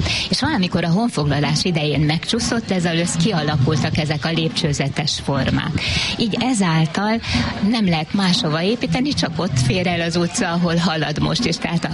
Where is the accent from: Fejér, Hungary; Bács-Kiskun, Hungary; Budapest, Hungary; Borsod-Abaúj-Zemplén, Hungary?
Fejér, Hungary; Rácalmás; Hát én itt születtem, majdnem a szigetbe, de ezt megúsztam, és azóta is itt élek, ide jöttem vissza dolgozni